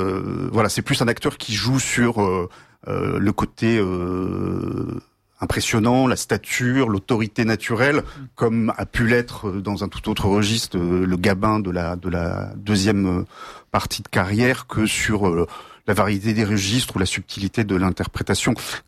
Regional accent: Normandy, France; comme je suis normand

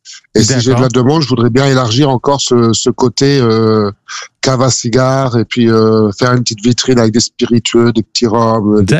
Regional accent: Normandy, France; also born or lived in Brittany; now in Talais, France; je suis normand, mais on a vécu en Bretagne, ouais, pendant qu'on gérait l'hôtel. Ouais. Et après, on est venu dans la région

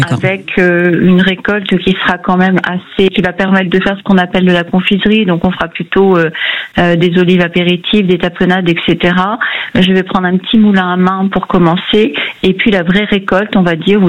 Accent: Cotignac, Provence-Alpes-Côte d'Azur, France; also born or lived in Brest, France; now in Séné, France; Bretonne d'origine, née à Brest, et j'ai passé mon enfance pas très loin de chez vous, du côté de Cotignac, qui est connu maintenant pour d'autres raisons, mais un petit village.

